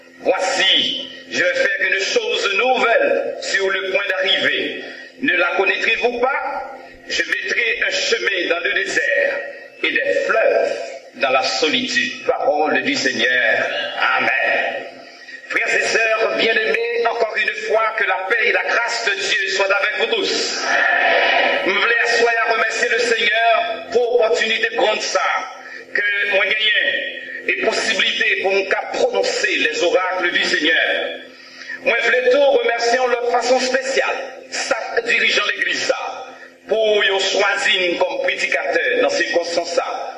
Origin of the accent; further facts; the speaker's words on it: Haiti; où je suis un haïtien qui est attaché à le pays ça